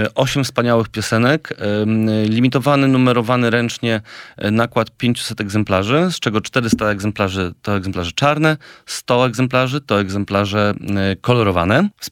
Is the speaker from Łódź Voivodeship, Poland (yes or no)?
no; Warsaw, Masovian Voivodeship, Poland; ja jestem z Czerniakowa, więc dla mnie … jest jakby stałą, gdzieś tam zmienną w moim otoczeniu